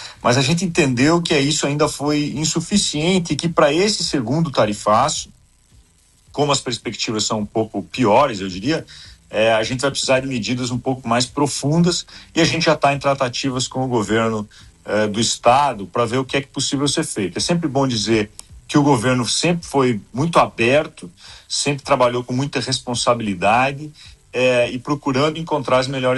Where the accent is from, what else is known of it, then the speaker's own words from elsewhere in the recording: Joaçaba, Santa Catarina, Brazil; Bom, eu sou de Joaçaba